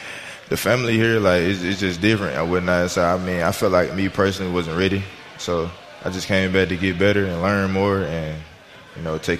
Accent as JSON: {"language": "English", "town": "Eufaula", "region": "Alabama", "country": "United States", "said": "I'm from Eufaula, and not a little country town or whatnot."}